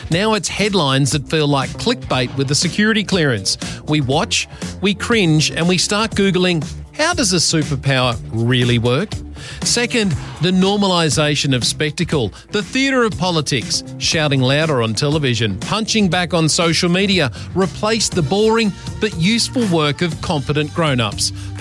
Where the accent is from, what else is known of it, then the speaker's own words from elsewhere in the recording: Australia; As an Australian